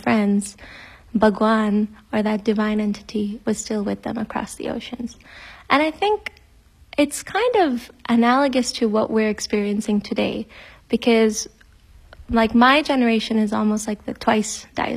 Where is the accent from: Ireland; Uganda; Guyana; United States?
Guyana; now in Canada; Because we're from Guyana and the music there is a little more rural folk music. So when you come to Canada, you might look at those kinds of music